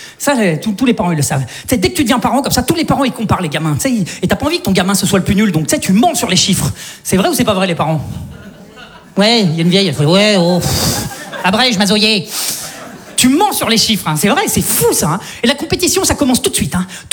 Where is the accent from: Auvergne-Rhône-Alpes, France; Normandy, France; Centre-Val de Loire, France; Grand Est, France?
Auvergne-Rhône-Alpes, France; Saint-Étienne